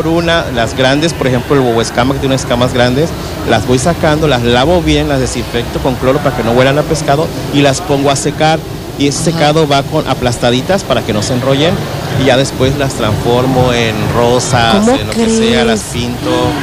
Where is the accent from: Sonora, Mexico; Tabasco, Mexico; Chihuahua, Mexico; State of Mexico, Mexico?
Tabasco, Mexico; Tepetitán; una foto preciosa de mi pueblo de Tepetitán